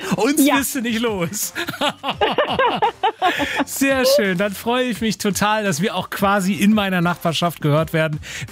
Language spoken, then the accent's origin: German; Taucha, Saxony, Germany; ich komme ja aus Tauchal, da muss ich ständig durch Leipzig-Engelsdorf